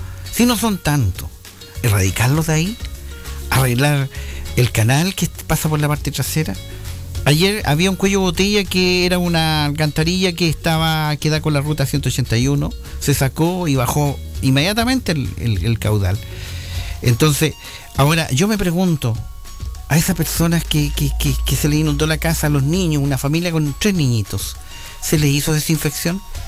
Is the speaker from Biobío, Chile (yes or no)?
no; Curacautín, Araucanía, Chile; Yo, de toda la vida que vivo en Curacautín